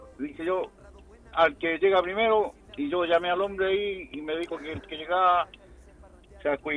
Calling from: Chile; soy de Chicalindo.

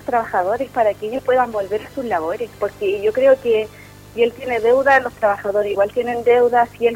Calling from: Coronel, Biobío, Chile; Soy de acá, del sector de Llovilo 2.

